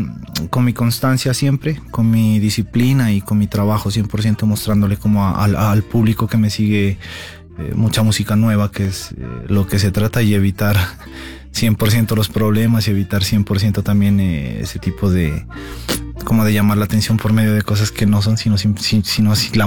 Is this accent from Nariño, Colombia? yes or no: yes; Pasto, Nariño, Colombia; born there; now in Bogotá, Colombia; Nací en San Juan de Pasto, que es una ciudad al sur de Colombia, límites con el Ecuador. Pero decidí vivir como tal en la capital, que es en Bogotá.